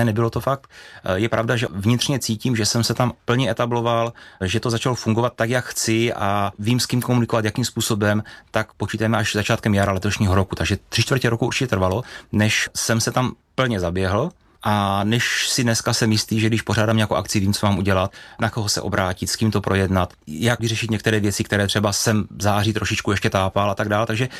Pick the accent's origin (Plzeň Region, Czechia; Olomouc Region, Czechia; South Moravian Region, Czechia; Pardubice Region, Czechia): Olomouc Region, Czechia; Šumperk; born there; also born or lived in Staré Město; Já jsem se narodil v Šumperku, což je okresní město tam celé oblasti, no bývalé okresní město. Někdy v 99. roce jsem se přestěhoval do Starého Města. Tam jsem působil, nebo žil 10 let.